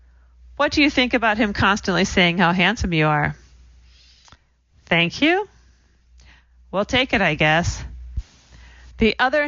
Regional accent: Uganda; born there; I was born in Uganda, East Africa.

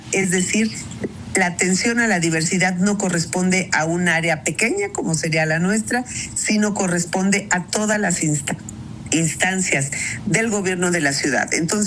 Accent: Mexico

